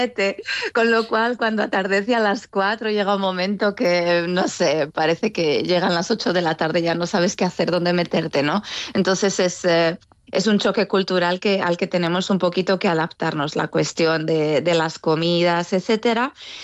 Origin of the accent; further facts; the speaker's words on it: Zaragoza, Aragon, Spain; a veces los grupos cuando se enteran que soy de Zaragoza me cantan alguna jota y me hacen llorar